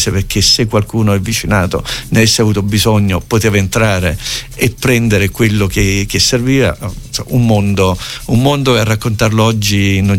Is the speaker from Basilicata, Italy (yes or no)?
yes; Basilicata, Italy; Io sono un lucano.